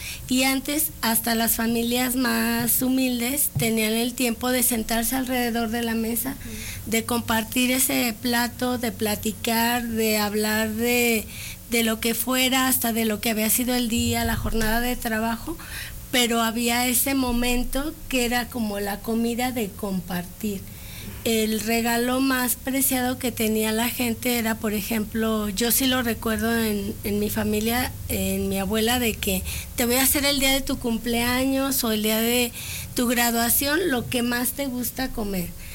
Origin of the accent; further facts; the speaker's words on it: Jalisco, Mexico; en la región de donde soy yo, que es el sur de Jalisco